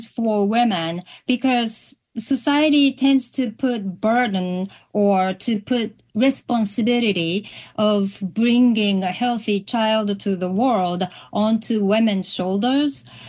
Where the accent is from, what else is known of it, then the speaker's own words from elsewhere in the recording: Hiroshima, Japan; moved away; Growing up in Hiroshima, and especially in the 70s, 80s